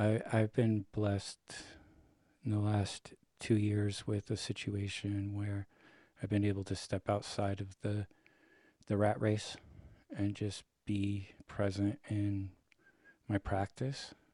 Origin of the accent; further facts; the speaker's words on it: Pacific Northwest, United States; I come from the Columbia River, Nichiwana, in my language. I'm a river person, meaning people didn't really assimilate well into the reservation system. So we just stuck to the river most of our lives. I'm enrolled Cowlitz, so the Cowlitz Indian Nation